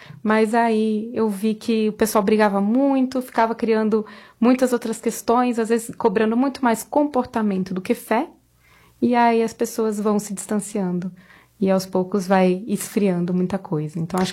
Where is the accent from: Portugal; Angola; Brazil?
Brazil; São Paulo